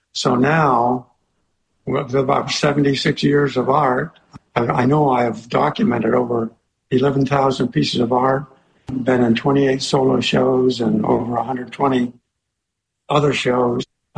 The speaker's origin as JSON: {"language": "English", "town": "Presque Isle", "region": "Maine", "country": "United States", "tie": "born or raised there", "also_born_or_lived": "Fort Fairfield, Maine", "said": "I grew up in Fort Fairfield and Presque Isle in the northern part of Maine, in Mercer County. Moved to Belfast in high school."}